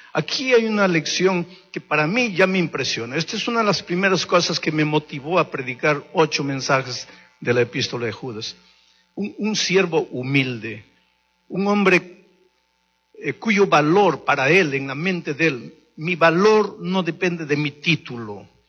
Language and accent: Spanish; Jauja, Junín, Peru; born there; moved away; mi tierra, Jauja